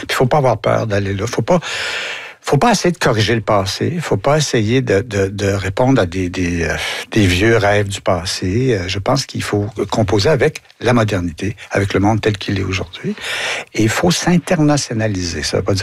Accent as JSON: {"language": "French", "region": "Quebec", "country": "Canada", "said": "en tant que Québécois"}